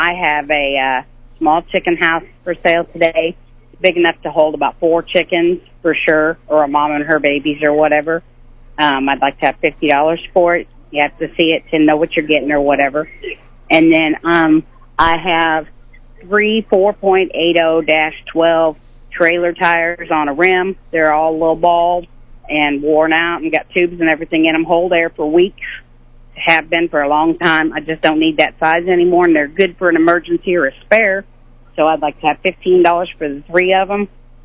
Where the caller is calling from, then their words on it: Marshall, Missouri, United States; Hi, I'm calling from Marshall.